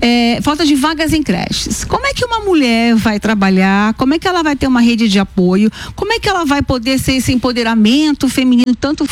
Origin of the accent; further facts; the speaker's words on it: São Paulo, Brazil; Sou paulistana, mas são de Natal.